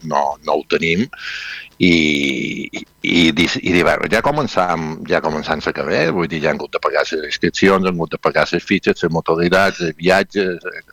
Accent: Balearic Islands, Spain; Vull dir, jo som mallorquí, el meu sponsor és mallorquí, bueno, l'empresa mallorquina.

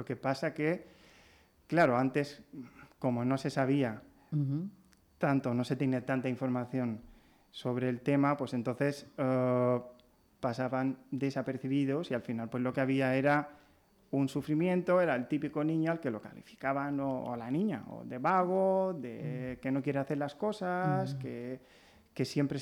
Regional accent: Inca, Balearic Islands, Spain; yo soy de Inca, ¿vale? Entonces, yo vivía lo que llamábamos los pisos de chocolate, que es una barriada que está ya a las afueras de Inca

